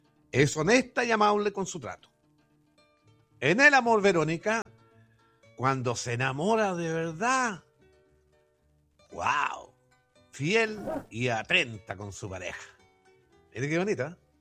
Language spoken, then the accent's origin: Spanish; Chile; yo creo que todos somos chilenos.